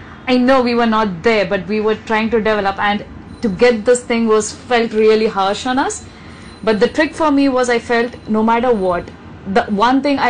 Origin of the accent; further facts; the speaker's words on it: Mumbai, Maharashtra, India; So I came from Mumbai.